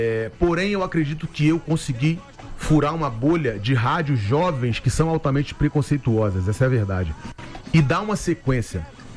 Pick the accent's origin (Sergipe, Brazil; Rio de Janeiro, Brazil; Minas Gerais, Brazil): Rio de Janeiro, Brazil; Eu sou da Vila do Pinheiro, eu morei até 27 anos dentro do Complexo da Maré, que é a Vila do João, Vila do Pinheiro, Conjunto de Esperança. Eu nasci na Nova Holanda, eu saí da Nova Holanda com 6 para 7 anos